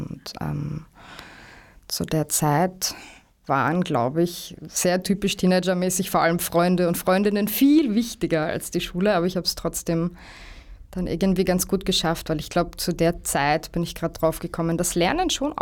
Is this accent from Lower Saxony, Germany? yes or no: no; Munich, Bavaria, Germany; Ich bin in München aufgewachsen und mit 5 Jahren im Stadtteil Bogenhausen in München.